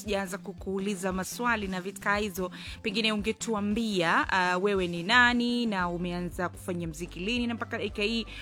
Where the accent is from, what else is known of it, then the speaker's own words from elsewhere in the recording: Arusha, Tanzania; born there; Najua mimi nimezaliwa Mianzini hapo.